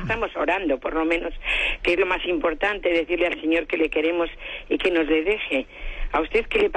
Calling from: Santurce, Basque Country, Spain; llamo desde Santurce.

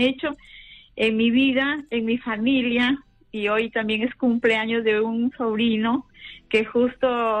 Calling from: Piura, Peru; Soy de Piura

